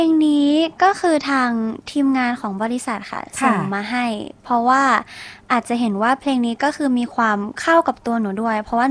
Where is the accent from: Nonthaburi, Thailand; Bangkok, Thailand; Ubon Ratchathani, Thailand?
Nonthaburi, Thailand; born there; now in Nakhon Pathom, Thailand; หนูเกิดนนทบุรีค่ะแต่ว่าตอนนี้อยู่นครปฐม